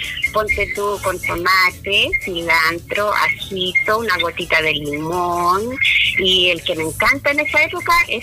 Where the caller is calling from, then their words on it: Chile; yo vivo en Los Conquistadores, Barrio Estación.